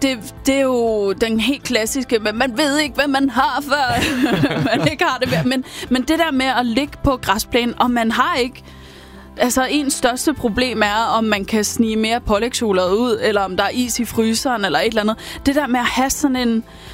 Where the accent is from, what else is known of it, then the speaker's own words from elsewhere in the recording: Hellerup, Capital Region of Denmark, Denmark; Vi er i mit barndomshjem i Hellerup.